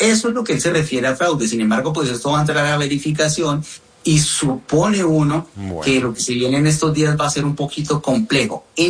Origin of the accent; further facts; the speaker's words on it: Colombia; la percepción que tiene uno como colombiano